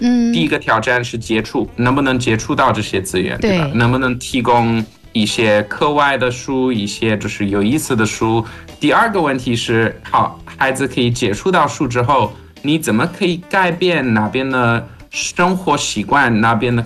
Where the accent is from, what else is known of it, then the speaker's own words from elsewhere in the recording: South Africa; moved away; 我来自南非